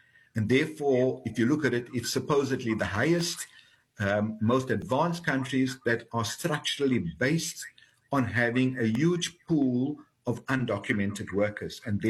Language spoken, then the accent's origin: English; South Africa